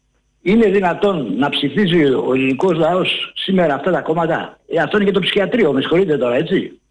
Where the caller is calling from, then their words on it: Athens, Attica, Greece; από τα Πατήσια.